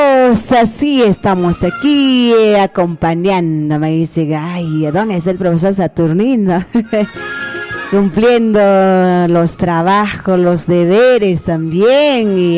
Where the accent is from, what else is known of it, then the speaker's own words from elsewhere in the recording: Cusco, Peru; así como buenos cusqueños provincianos que somos también. Y aquí nosotros también, me dice, estamos preparando para estar en las fiestas del Cusco.